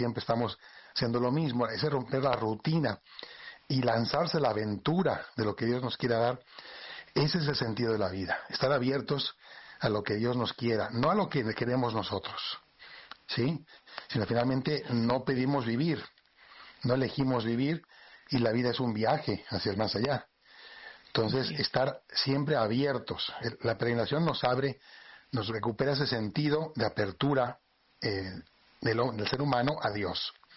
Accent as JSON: {"language": "Spanish", "country": "Spain", "lives_now": "Mérida, Mexico", "said": "Yo soy español, aunque vivo aquí en México."}